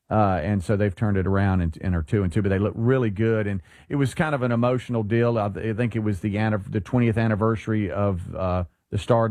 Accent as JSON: {"language": "English", "region": "Mississippi", "country": "United States", "tie": "born or raised there", "said": "But, you know, growing up on the Gulf Coast of Mississippi, we followed the Braves."}